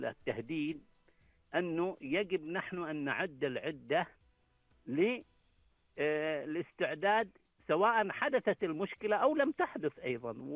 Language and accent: Arabic; Oman; هناك الآن أنا أعتبرها هذه رسالة إيجابية لنا نحن كعمانيين بشكل خاص.